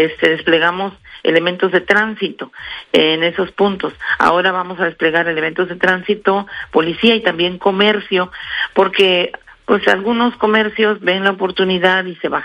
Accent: Veracruz, Mexico

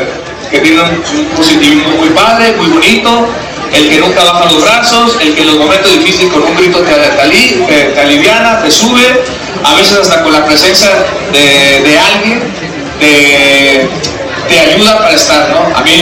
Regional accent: Mexico; Es lo mejor que tenemos como fútbol, como mexicano, ¿no?

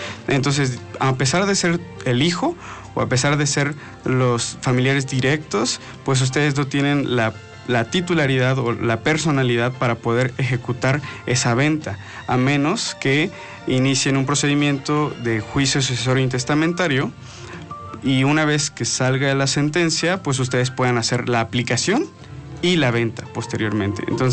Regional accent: San Martín Texmelucan, Puebla, Mexico; yo soy de San Martín Texmelucan, entonces mi distrito judicial es de Huejotzingo.

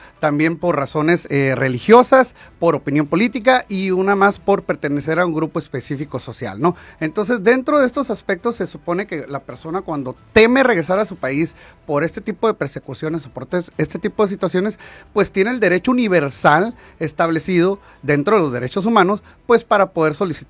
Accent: Mexico; muchas personas como mexicanos

